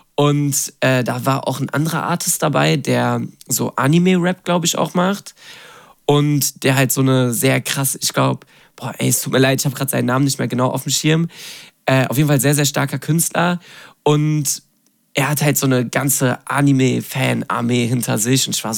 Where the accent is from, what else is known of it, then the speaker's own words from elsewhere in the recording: Dortmund, North Rhine-Westphalia, Germany; Und ich komme halt aus Dortmund